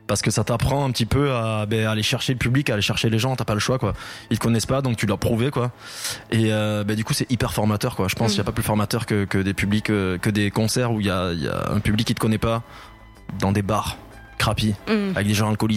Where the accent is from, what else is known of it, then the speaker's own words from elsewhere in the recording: Rodez, Occitanie, France; moved away as an adult; now in Toulouse, France; on a grandi dans une petite ville qui s'appelle Rodez. Pas très loin de Toulouse. On habite à Toulouse depuis une dizaine d'années, mais on a grandi quand même à Rodez. On a tous nos potes, nos familles, nos attaches là-bas. Et Rodez, c'est une petite ville